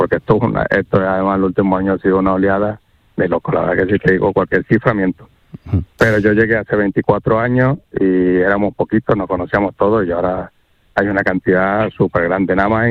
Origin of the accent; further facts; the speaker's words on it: Caracas, Capital District, Venezuela; now in Málaga, Spain; Yo soy de Caracas, y allí, por ejemplo, en la zona donde yo vivía, en El Paraíso